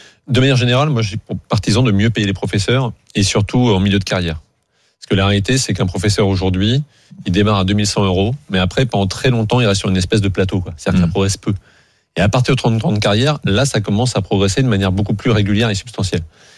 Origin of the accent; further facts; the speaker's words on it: France; Moi, je suis un Français comme tout le monde, quoi.